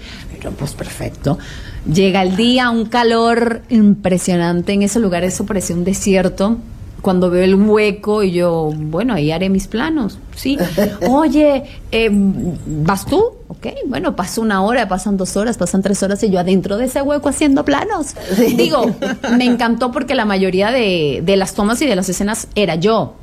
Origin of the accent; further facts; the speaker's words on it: Venezuela; moved away as an adult; now in Miami, United States; ya la situación en mi país, Venezuela, empezó a ponerse muy fea.